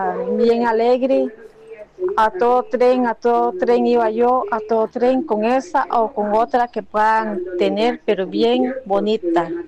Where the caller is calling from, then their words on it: La Fortuna, Alajuela, Costa Rica; aquí de la Fortuna de San Carlos.